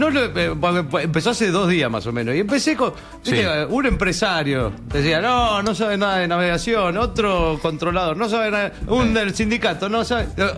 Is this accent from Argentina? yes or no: yes; Buenos Aires, Argentina; Claro, vivimos toda la infancia acá a 4 cuadras, así 4 o 5 cuadras.